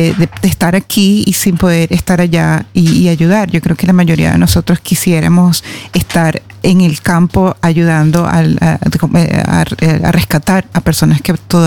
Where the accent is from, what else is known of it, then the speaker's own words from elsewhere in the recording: Venezuela; now in Norway; la mayoría de los venezolanos